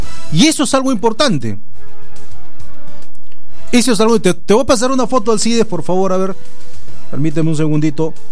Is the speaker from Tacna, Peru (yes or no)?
yes; Tacna, Peru; Los taneños no somos ofensivos.